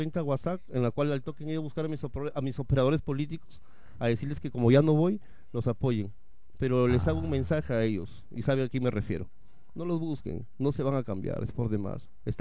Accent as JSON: {"language": "Spanish", "town": "Castilla", "region": "Piura", "country": "Peru", "tie": "born or raised there", "said": "Soy castellano, extacaleño, hoy morador cocillano"}